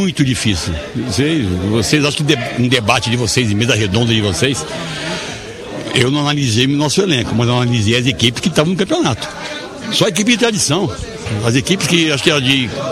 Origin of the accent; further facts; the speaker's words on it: São Paulo, Brazil; que eu sou de São Paulo, estou muito tempo em São Paulo militando lá.